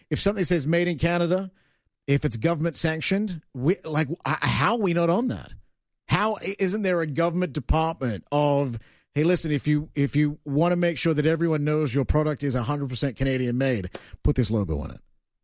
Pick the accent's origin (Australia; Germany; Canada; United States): Australia; The reason I say this is because growing up in Australia, there was a government-approved Australian-made logo